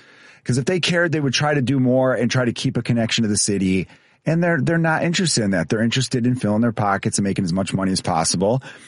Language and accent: English; Chicago, Illinois, United States; Yeah, I'm from Chicago. Oh, cool. I live in the Porridge Park neighborhood.